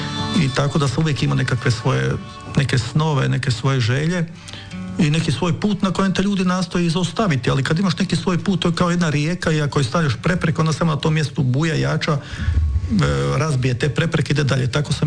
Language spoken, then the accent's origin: Croatian; Brinje, Lika-Senj County, Croatia; moved away; Ja kažem: iz Brinja.